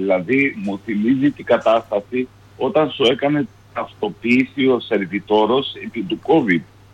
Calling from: Kilkis, Central Macedonia, Greece; από Κυλκής

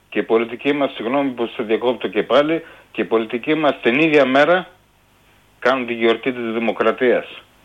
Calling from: Greece; Ως Έλληνες.

